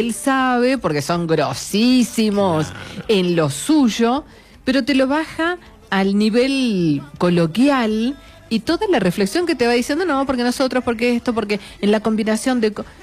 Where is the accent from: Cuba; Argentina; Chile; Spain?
Argentina; lo que somos nosotros como argentinos